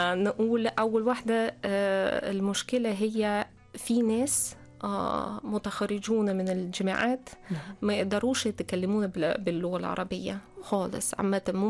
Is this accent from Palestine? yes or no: no; Russia; Arabic is a second language; عندنا في روسيا شعوب مختلفة، في كازان، في شيشان